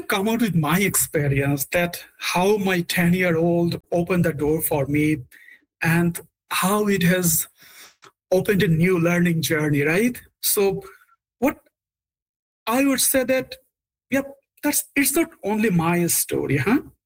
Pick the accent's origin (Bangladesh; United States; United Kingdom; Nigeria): Bangladesh; now in Canada; as you already know that I'm from Bangladesh, right? You know that it was under British rule for nearly 200 years and then under Pakistan for 24 more.